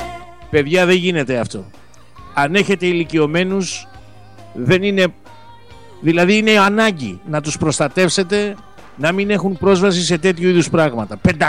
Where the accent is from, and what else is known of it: Greece